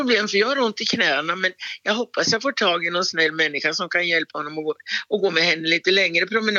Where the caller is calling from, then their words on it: Åby, Sweden; jag har mina vänner där och jag är från Åby.